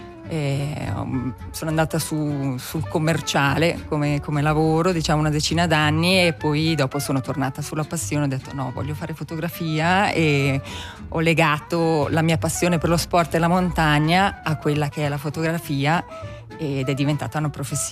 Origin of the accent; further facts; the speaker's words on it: Airolo, Ticino, Switzerland; moved away as an adult; also born or lived in Bellinzona; now in San Bernardino, Switzerland; io sono nata e cresciuta ad Airolo, ho fatto la mia infanzia in montagna, quindi a 1200 metri